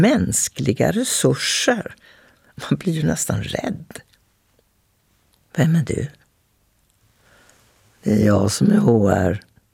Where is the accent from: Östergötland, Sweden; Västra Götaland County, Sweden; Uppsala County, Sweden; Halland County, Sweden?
Östergötland, Sweden; Linköping; now in Stockholm, Sweden; Och så är vi båda från Bomvirsan. Vi är lantisar alltså. Jag är från Linköping, han från Grisslehamn. Och har båda begett oss till Stockholm för att överleva.